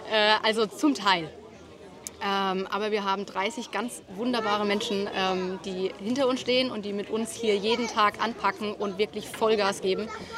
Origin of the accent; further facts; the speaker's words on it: Munich, Bavaria, Germany; Wir kommen aus München.